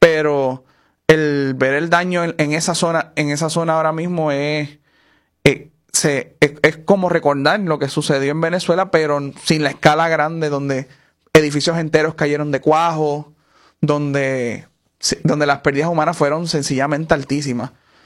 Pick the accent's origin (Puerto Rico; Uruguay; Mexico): Puerto Rico; Ya Colombia nos abrió la puerta a nosotros como puertorriqueños